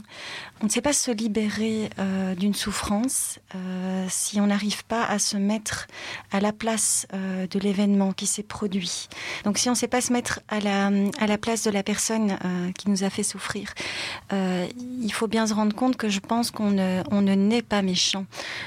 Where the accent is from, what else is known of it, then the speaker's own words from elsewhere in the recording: Belgium; born there; le plat pays, ben, c'est le mien. J'ai beaucoup voyagé et je voyagerai toujours. Mais voilà, c'est ma terre natale et elle est si belle.